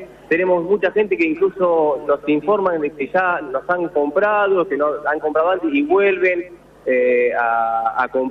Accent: Nueve de Julio, Buenos Aires Province, Argentina; Somos de 9 de Julio, provincia de Buenos Aires, la Cuenca Láctea.

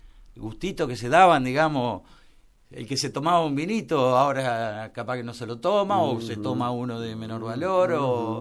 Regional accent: Ramallo, Buenos Aires Province, Argentina; no sé si es porque soy de Ramallo

